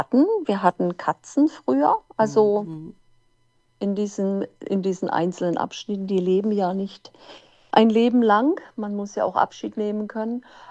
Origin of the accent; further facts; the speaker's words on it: Hesse, Germany; now in Northern Germany, near the North Sea; gebürtig aus dem Odenwald. Der Odenwald, das ist ja ein recht hochgelegenes Gebiet mit wunderschönen, vielen Wald.